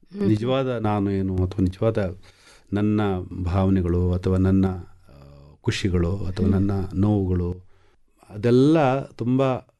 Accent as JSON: {"language": "Kannada", "area": "Kodagu", "region": "Karnataka", "country": "India", "tie": "born or raised there", "first_language": "Malame (Malayalam dialect)", "second_language": "Kannada", "said": "ನಾನು ಹುಟ್ಟಿದ್ದು ಕೊಡಗಲ್ಲಿ, ಅಲ್ಲಿ ನನ್ನ ಮಾತೃಭಾಷೆ ಮಲಯಾಳ. ಮಲಯಾಳ ಮಾತೃಭಾಷೆ ಅಂದ ತಕ್ಷಣ ನಾನು ಮಲಯಾಳಿ ಅಲ್ಲ, ಯಾಕೆಂದ್ರೆ ನಮ್ಮ ಮಾತೃಭಾಷೆಗೆ ಸ್ಕ್ರಿಪ್ಟ್ ಇಲ್ಲ, ಲಿಪಿ ಇಲ್ಲ."}